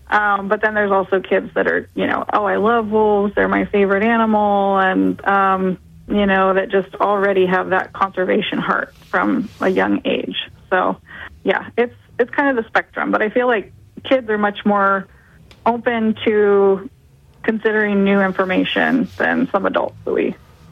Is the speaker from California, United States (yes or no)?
yes; California, United States; I grew up in El Dorado County where there have been, you know, unfortunately, some attacks on humans.